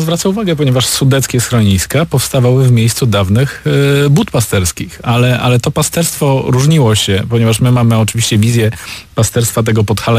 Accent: Silesian Voivodeship, Poland; może nawet wcześniej od Jabłonkowa, aż po gdzieś tam po Zieloną Górę i Krosno Odrzańskie. Więc to są dla mnie bardzo charakterystyczne właśnie rejony, w których wyrosłem i w których dobrze się czuję

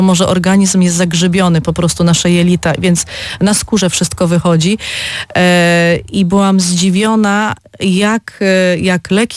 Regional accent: Opole, Opole Voivodeship, Poland; born there; Tak, ja się urodziłam w Opolu.

